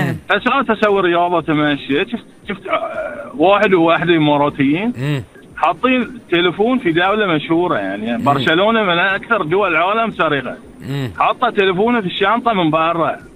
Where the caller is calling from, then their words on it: Bahrain; انا بحريني